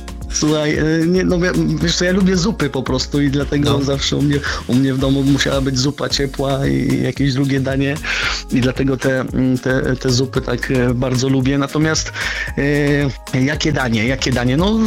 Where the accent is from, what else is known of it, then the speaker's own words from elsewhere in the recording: Jasło, Subcarpathian Voivodeship, Poland; also born or lived in Warsaw; now in Kraków, Poland; Kraków to takie moje miasto, że tak powiem, drugie miasto rodzinne. Mhm. Poza tym moim rodzinnym miastem Jasło, do którego właśnie bardzo lubię wracać, bo tam jeszcze rodzice są, brat